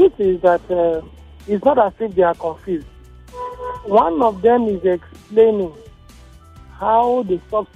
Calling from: Nigeria; I'm calling from Orile in Sarigoma.

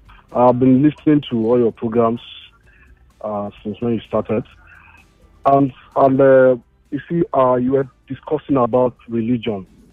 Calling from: Ikeja, Lagos, Nigeria; I'm calling from Ikeja.

